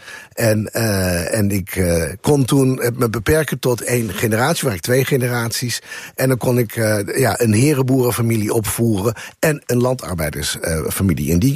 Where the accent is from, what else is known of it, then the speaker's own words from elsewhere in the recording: Assen, Drenthe, Netherlands; Ik kom zelf uit Assen, ja.